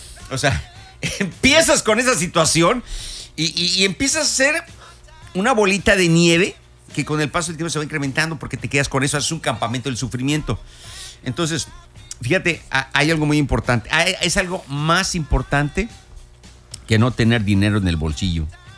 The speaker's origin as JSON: {"language": "Spanish", "country": "Mexico", "said": "Así somos los mexicanos."}